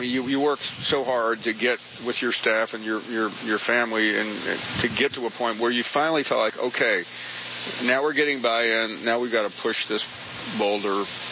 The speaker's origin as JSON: {"language": "English", "region": "Tennessee", "country": "United States", "tie": "born or raised there", "said": "and I grew up in West Tennessee"}